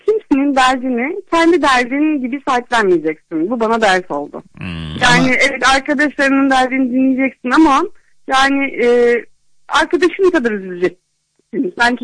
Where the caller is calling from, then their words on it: Istanbul, Turkey; İstanbul'dan arıyorum